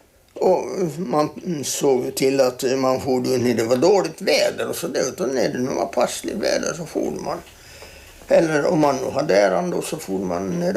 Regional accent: Skobholm, Åland, Finland; born there; Ja, jag är född på Skobholm.

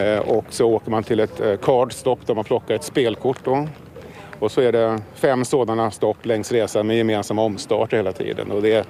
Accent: Sweden; hemma i Sverige och Stockholm framförallt.

